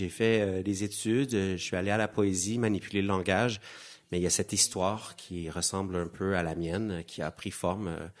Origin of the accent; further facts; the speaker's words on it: Thetford Mines, Quebec, Canada; also born or lived in Montreal; je suis né à Montréal, mais j'ai grandi à Thetford Mines. C'est le lieu de mon roman Amiante. C'est une ville minière.